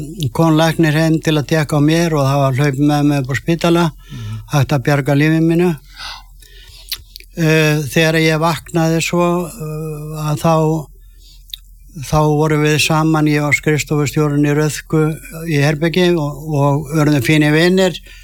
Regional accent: Siglufjörður, Northwestern Region, Iceland; Já, þetta byrjaði þannig að ég var á Siglufirði og bara ungu strákur

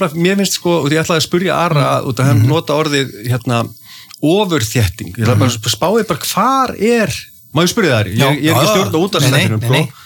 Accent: Reykjavík, Capital Region, Iceland; Ég er alinn upp í Breiðholtinu. Já. Í hólunum í Breiðholti

